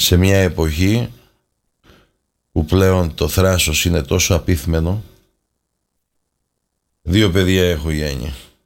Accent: Greece; εμείς είμαστε Έλληνες χριστιανοί.

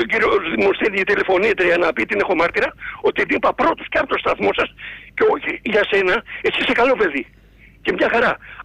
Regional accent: Attica, Greece; από τα Βόρεια Προάστια.

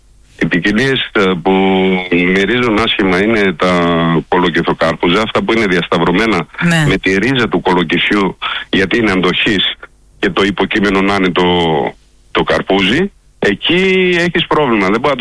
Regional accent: Nea Agioneri, Central Macedonia, Greece; Η γιορτή αυτή γίνεται στο χωριό μου, το Νέο Αγιονέρι Κηλικής, που βρίσκεται 30 χιλιόμετρα δυτικά της Θεσσαλονίκης. Είμαστε Καπαδόκες και είμαστε εδώ και 100 χρόνια να φυτεύουμε καρπούζια.

